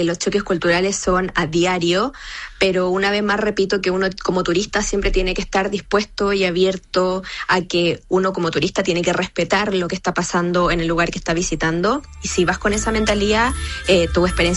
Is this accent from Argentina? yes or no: no; Chile; China últimamente facilitó el visado para como chilenos entrar al país.